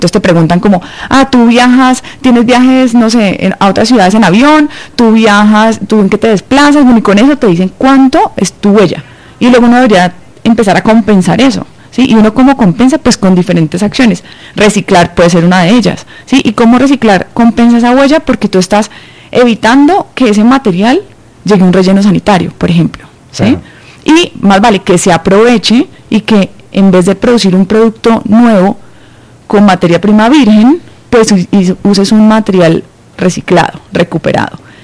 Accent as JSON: {"language": "Spanish", "town": "Cali", "region": "Valle del Cauca", "country": "Colombia", "said": "Bueno, nosotros pues somos caleños, no sé si lo han notado. Nosotros fabricamos los Ecos, de hecho los Ecos los diseñamos y los fabricamos nosotros desde Cali"}